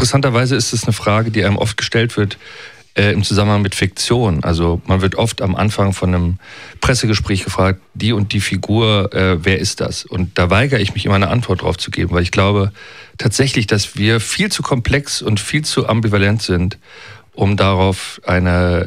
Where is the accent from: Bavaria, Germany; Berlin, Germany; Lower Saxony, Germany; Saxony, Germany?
Berlin, Germany; Also, aber ich bin in West-Berlin geboren im Klinikum Steglitz, also in Steglitz und aufgewachsen.